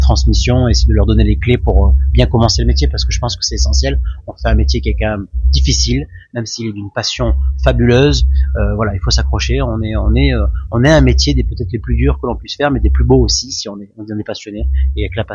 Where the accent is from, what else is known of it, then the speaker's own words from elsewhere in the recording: Sisteron, Provence-Alpes-Côte d'Azur, France; also born or lived in Marseille; Et je suis originaire de Sisteron, je suis entre Sisteron et Marseille.